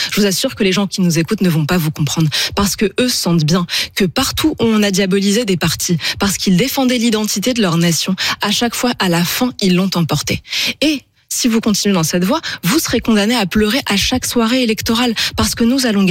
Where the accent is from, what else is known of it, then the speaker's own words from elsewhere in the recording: Île-de-France, France; lorsque j'ai grandi en Seine-Saint-Denis et que j'étais dans une école juive